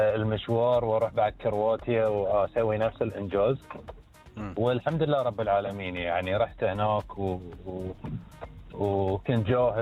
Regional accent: Bahrain; إحنا كبحرينيين فرضنا حضورنا

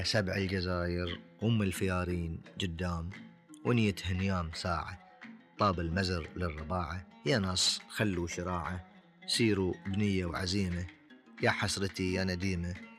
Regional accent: Bahrain; عندنا في البحرين وفي سائر الخليج العربي

